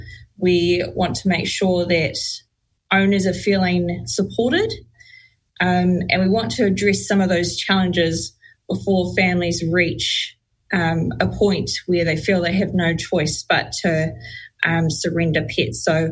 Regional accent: Auckland, New Zealand; also born or lived in Papatoetoe / Otara; I hail from Manurewa, Papatoi, Otara, and my tribal area is Omao Bay.

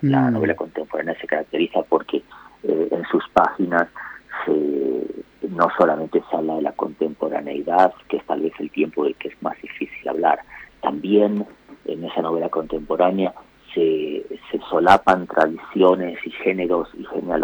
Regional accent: Argentina; moved away; Iba a decir que más allá de que mi acento haya cambiado, que yo lleve hasta el más tiempo viviendo fuera de Argentina que en el país

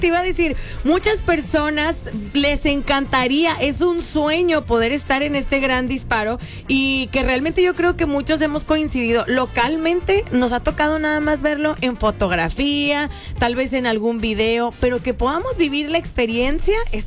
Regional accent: Los Cabos, Baja California Sur, Mexico; Te dicen, ¿de dónde eres? Ah, pues soy de Los Cabos.

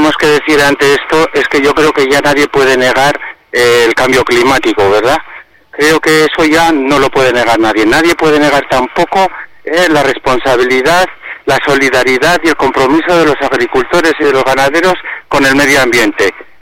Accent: Foncea, La Rioja, Spain; mi pueblo Foncea, si no es por la rápida intervención de los agricultores, se hubiese quemado.

